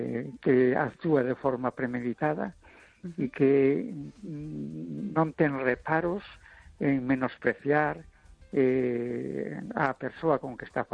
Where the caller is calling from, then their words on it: A Coruña, Galicia, Spain; de La Coruña.